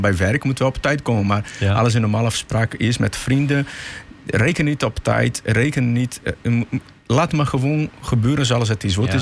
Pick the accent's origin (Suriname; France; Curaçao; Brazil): Brazil; Dutch is a second language; moved away as an adult; now in Netherlands; waar ik vandaan kom, is in Paulhausen. Je zegt, rijk van natuur, maar arme van geld.